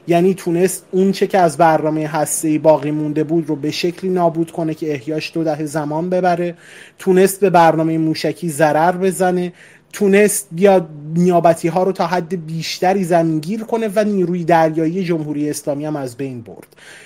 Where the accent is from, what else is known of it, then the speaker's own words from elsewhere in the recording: Iran; خب من به عنوان یه ایرانی خودم اصلا و بعدا موافق هیچ گونه تجاوز و حمله علیه خاک ایران نبودم و نیستم